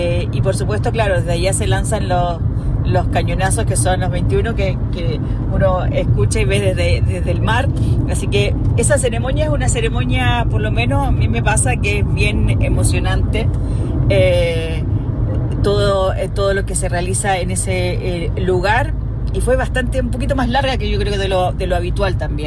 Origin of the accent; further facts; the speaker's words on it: Iquique, Tarapacá, Chile; para nosotros los iquiqueños